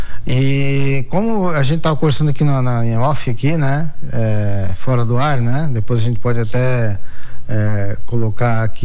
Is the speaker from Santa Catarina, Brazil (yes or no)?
yes; Imbituba, Santa Catarina, Brazil; Eu sou de Imbituba, né?